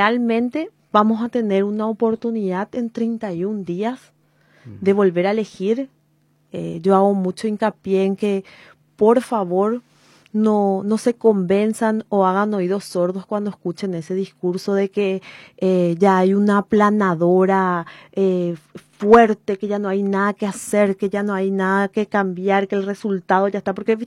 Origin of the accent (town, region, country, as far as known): Asunción, Paraguay; born there